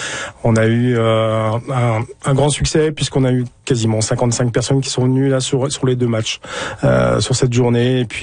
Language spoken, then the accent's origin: French; France; now in Saskatoon, Canada; en tant que Français